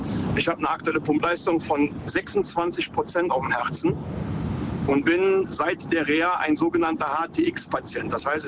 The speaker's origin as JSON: {"language": "German", "town": "Cologne", "region": "North Rhine-Westphalia", "country": "Germany"}